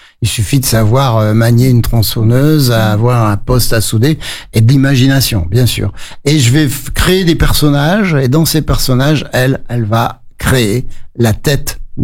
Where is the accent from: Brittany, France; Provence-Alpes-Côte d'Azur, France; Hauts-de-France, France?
Hauts-de-France, France; Alors, vos auditeurs l'ont peut-être entendu, j'ai quelques intonations, je suis du Nord. Là-bas, il y a de grands champs de lin